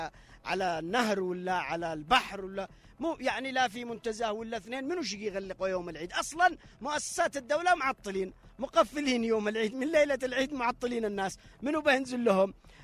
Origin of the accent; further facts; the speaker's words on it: Yemen; حياتنا كمؤمنين كيمنيين